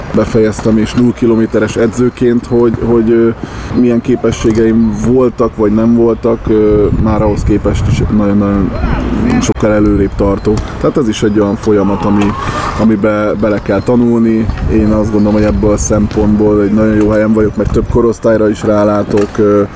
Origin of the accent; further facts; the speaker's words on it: Orosháza, Békés, Hungary; also born or lived in Tata / Tatabánya; now in Szeged, Hungary; Gyakorlatilag Orosházán születtem, ott nőttem föl, Szegeden voltak a legszebb éveim, egymáshoz 40 perc távolságra van, szóval én egész fél életemet ezen a 40 percen éltem